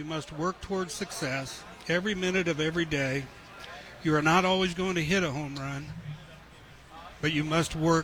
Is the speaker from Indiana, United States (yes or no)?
yes; Lafayette, Indiana, United States; moved away as an adult; now in Indianapolis, United States; I was born and raised in Lafayette, Indiana.